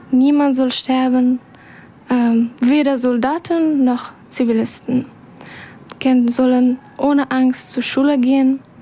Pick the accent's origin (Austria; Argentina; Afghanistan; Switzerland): Afghanistan; now in Berlin, Germany; ich komme aus Afghanistan.